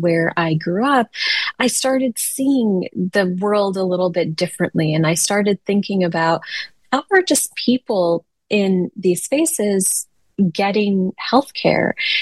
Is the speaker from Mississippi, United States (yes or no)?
no; Chicago, Illinois, United States; born or raised there